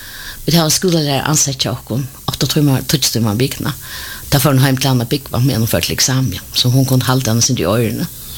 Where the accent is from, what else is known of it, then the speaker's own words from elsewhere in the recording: Faroe Islands; jeg er færing